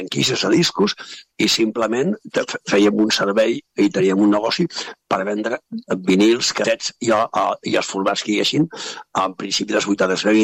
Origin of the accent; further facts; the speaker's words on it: Molins de Rei, Catalonia, Spain; Nosaltres som de Molins de Rei